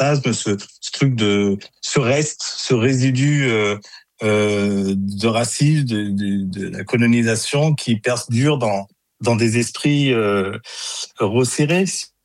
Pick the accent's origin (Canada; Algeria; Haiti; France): France; Île-de-France; Moi, je suis né ici, je suis un banlieusard, je suis né en Essonne et j'ai grandi